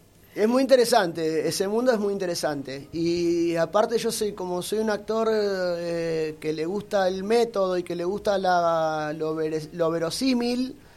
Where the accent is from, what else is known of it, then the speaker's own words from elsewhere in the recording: San Martín, Buenos Aires Province, Argentina; Yo soy de San Martín.